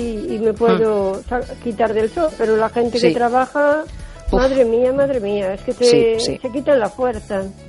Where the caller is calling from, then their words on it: O Carballiño, Galicia, Spain; Buenas noches. … de Carballiño.